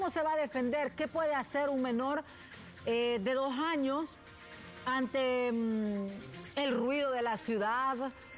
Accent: Honduras; Todos los que somos hondureños tenemos igual derecho

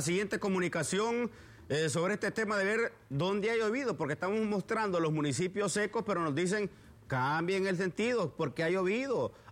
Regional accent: La Libertad, Comayagua, Honduras; now in Tegucigalpa, Honduras; mi pueblo en la Libertad, Comayagua

